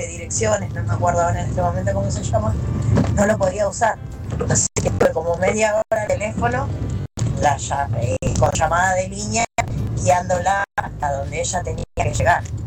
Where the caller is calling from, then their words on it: Rafael Castillo, Buenos Aires Province, Argentina; soy de Rafael Castillo.